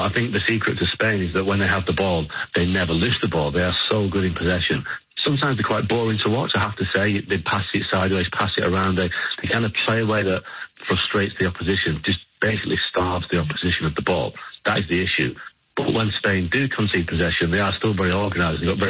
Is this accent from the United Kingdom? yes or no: yes; England, United Kingdom; Well, listen, speaking as an Englishman